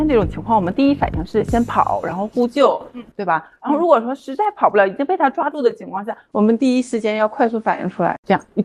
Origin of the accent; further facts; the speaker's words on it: Northeast China, China; 但我小的时候在家里，我们家就经常吃酸菜，因为我们在东北嘛